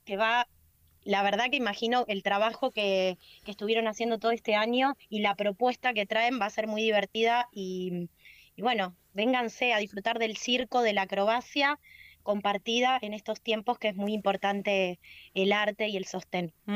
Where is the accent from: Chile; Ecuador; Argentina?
Argentina; Buenos Aires; moved away; tengo 35, yo me crié en Buenos Aires